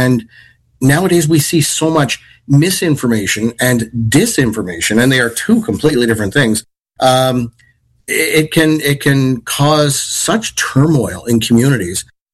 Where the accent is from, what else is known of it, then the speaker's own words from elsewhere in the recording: Nova Scotia, Canada; moved away as an adult; now in Ontario, Canada; by the time I was 15, I was doing that in my hometown in Nova Scotia.